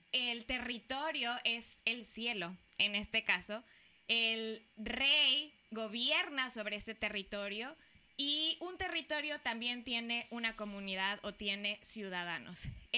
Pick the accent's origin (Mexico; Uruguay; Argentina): Mexico; nosotras somos mexicanas y por vivir en esta nación o por habitar en este país